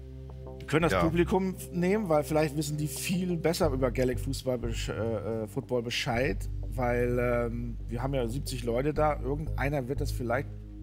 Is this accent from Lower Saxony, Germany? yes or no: yes; Lower Saxony, Germany; Aus dem Landkreis Uelzen, Samtgemeinde Aue.